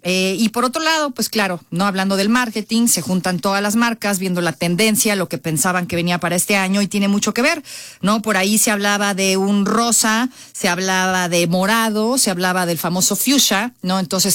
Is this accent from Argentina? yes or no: no; Mexico; personalmente como mujer y como mexicana me da mucho orgullo